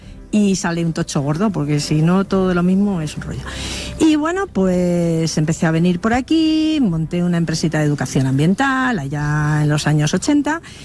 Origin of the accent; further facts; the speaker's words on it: Madrid, Community of Madrid, Spain; Nacida en Madrid. Chamberí.